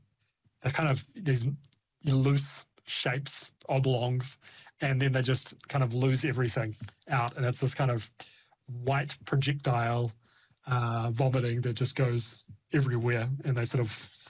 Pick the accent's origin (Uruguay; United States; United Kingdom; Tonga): Tonga; moved away; when we were in Tonga, when we were growing up in Tonga